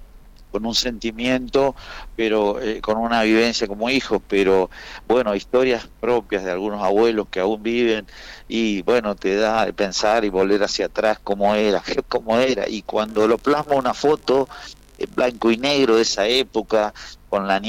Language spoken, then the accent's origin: Spanish; Cañadón Seco, Santa Cruz, Argentina; born there; yo nací en Cañadón Seco, pero mis hermanos habían nacido en Comodoro